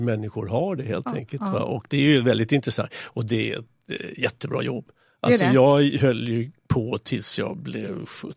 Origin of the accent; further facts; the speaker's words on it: Stockholm, Stockholm County, Sweden; now in Tyresö, Sweden; jag är fjärde generationen stockholmare, så att jag har en lång lista med förfäder här där alla har varit smeder.